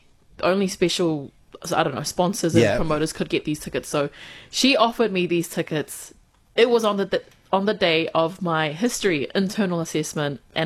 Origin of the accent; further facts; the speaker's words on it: New Zealand; It was fun. I think being the eldest, it was a lot serious. It was a lot more serious for me than my younger siblings.